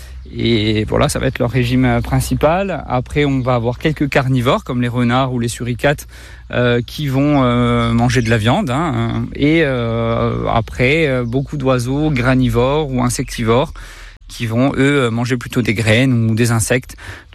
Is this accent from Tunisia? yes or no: no; Corsica, France; Alors oui, moi je suis pas né en Corse, mais j'ai grandi en Corse. Je suis en Corse depuis la maternelle, hein, sur le Nebbio.